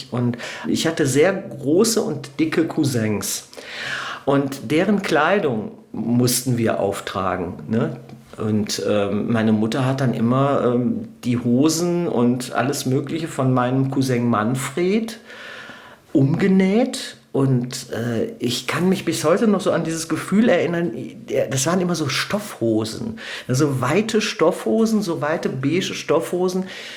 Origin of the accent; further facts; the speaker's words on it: North Rhine-Westphalia, Germany; Also ich bin als Säugling, bin ich ins Ruhrgebiet gekommen und da war es wirklich noch das volle Ruhrgebiet, die volle Dröhnung